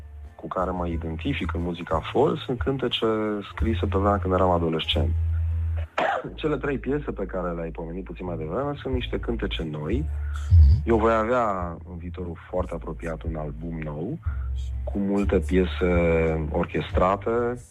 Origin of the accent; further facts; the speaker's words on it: Transylvania, Romania; Eu sunt ardelean, ca și tine și ca mulți care ne ascultă acum.